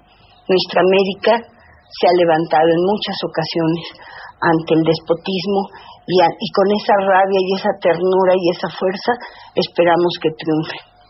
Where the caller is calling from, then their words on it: Tlaxcala, Mexico; del Consejo Nacional Urbano y Campesino de Tlaxcala, México.